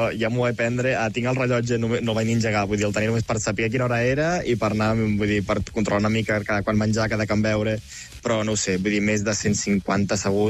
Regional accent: Pira, Catalonia, Spain; a la piscina de Pira, del meu poble

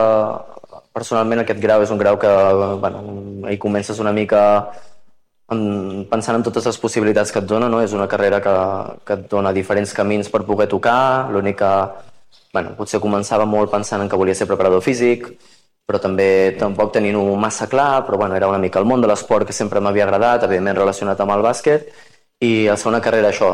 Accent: Sant Celoni, Catalonia, Spain; Jo vaig jugar fins als 23 anys al meu poble, a Sant Celoni

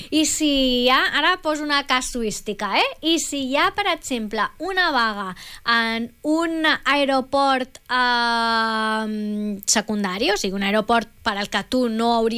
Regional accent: Balearic Islands, Spain; Jo, que sóc de Mallorca

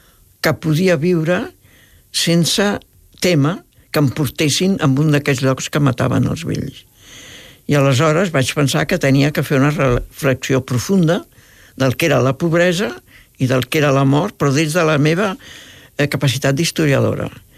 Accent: France; jo vinc d'una família il·lustrada, en aquell moment era París, era França, jo vinc de França

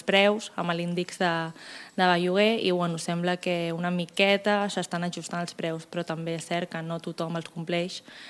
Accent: Castelldefels, Catalonia, Spain; Jo soc d'aquí de tota la vida, aquí del poble, i em feia molta il·lusió obrir un negoci local aquí, emprendre aquí a Castelldefels.

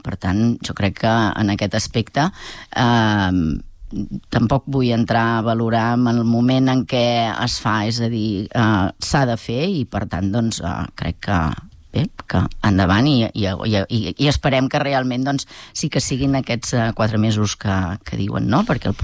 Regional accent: Molins de Rei, Catalonia, Spain

